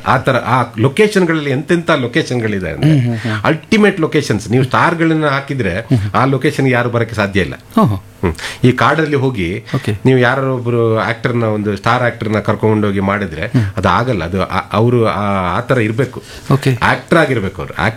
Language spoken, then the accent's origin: Kannada; Karnataka, India; ನಮ್ಮ ಆರಾಧ್ಯ ದೈವ ಮನೆಯಲ್ಲಿ, ಎಲ್ಲರ ಮನೆಯಲ್ಲಿ ನಾರ್ಮಲ್ ಆಗಿ ಸೌತ್ ಕೇಂದ್ರದಲ್ಲೆಲ್ಲ ಈ ಆರಾಧ್ಯ ದೈವ ಕೊರಗಜ್ಜ.